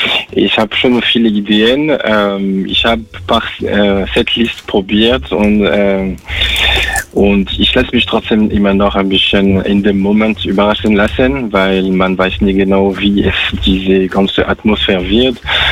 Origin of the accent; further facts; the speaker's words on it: Paris, Île-de-France, France; moved away; Ich bin doch in Paris, zumindest am Stadtrand von Paris, geboren und groß gewachsen.